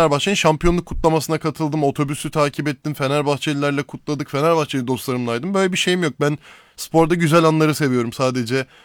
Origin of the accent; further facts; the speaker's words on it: Istanbul, Turkey; born there; semt olarak da doğma büyüme Beşiktaş'ta olduğu için hani o semt kültürü, Beşiktaş'ın semt takımı kültürünü de çok içselleştirip bir şekilde evrimini sürdüren bir aile. O yüzden bunun etkisinde de büyüdüm ben.